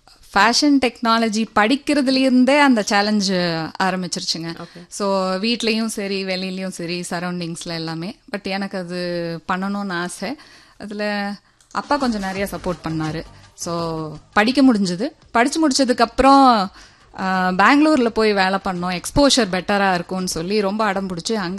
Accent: Coimbatore, Tamil Nadu, India; moved away as an adult; also born or lived in Bangalore; நான் பிறந்து வளர்ந்ததெல்லாம் கோயம்புத்தூர்.

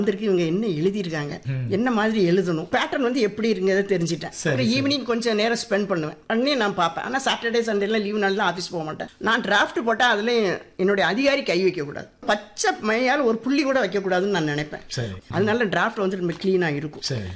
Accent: Elathur, Tamil Nadu, India; அதுல எலத்தூர் கிராமத்துல பிறந்தேன். படிச்சது எல்லாமே அங்கதான்

